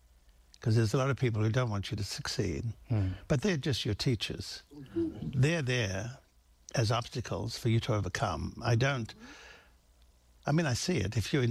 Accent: Australia; now in United States; all those things that I didn't see while I was growing up in Australia. And so I made it my desire that one day I would find my way to America.

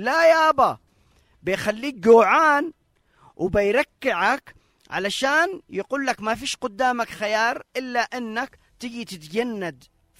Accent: Yemen

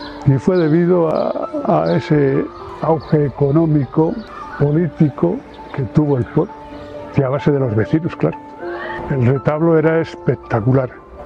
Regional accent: El Barraco, Castile and León, Spain; llevo más de 40 años estudiando la historia de mi pueblo. El primer nombre de El Barraco fue La Nava.

